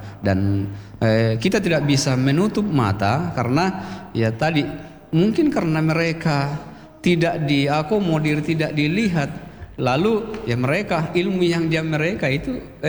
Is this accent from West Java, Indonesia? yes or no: no; Mamasa, West Sulawesi, Indonesia; identitas kita sebagai orang Mamasa, orang Sulawesi Barat, dan bahkan orang Indonesia.